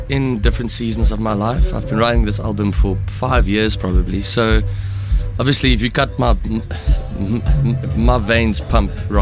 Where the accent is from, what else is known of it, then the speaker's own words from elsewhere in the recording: Bloemfontein, Free State, South Africa; I'm from Bloemfontein. I am the most Afrikaans person at this festival.